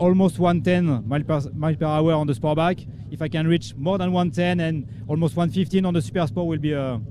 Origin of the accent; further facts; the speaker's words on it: Le Mans, Pays de la Loire, France; English is a second language; Le Mans, in the west part of France. So my hometown is Le Mans, where there is the MotoGP and the famous 24-hour of Le Mans.